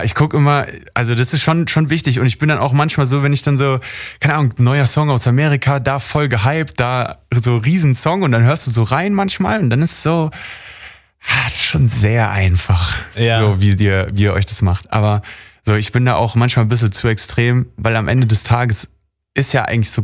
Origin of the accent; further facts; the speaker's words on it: Berlin, Germany; Ich komme ja auch aus Berlin und das ist so eine schnelllebige Welt, man hört immer diese Reden, immer die Autos